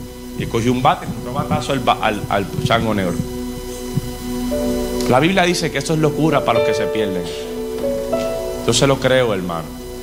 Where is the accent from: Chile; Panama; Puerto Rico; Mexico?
Puerto Rico; los que son americanos como yo, puertorriqueños